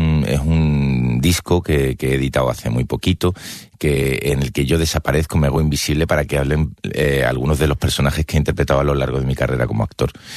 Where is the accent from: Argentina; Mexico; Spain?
Spain; Málaga, Andalusia; Yo soy andaluz, soy de Málaga, mi abuelo era de León, mi bisabuelo era del País Vasco, mi padre nació en Granada